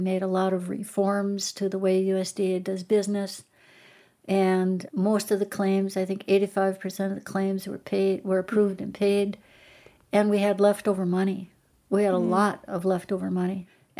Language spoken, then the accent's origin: English; Garrison, North Dakota, United States; And my hometown was Garrison. It was right really nearby where I grew up. And I remember seeing the water come up as a kid.